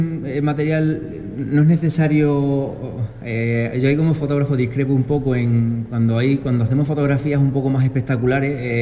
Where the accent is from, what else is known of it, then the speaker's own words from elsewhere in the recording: Zalamea de la Serena, Extremadura, Spain; hace 10 años ya tengo mi empresa de fotografía en Don Benito, aunque soy natural de Zalamea.